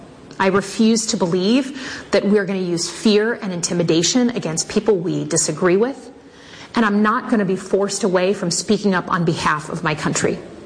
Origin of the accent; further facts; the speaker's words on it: Michigan, United States; I come from Michigan, where right. Like, the average person just is a very pragmatic